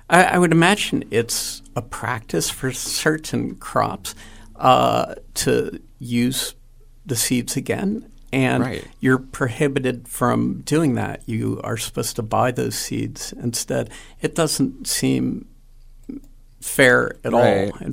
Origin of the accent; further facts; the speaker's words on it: Pennsylvania, United States; I grew up near there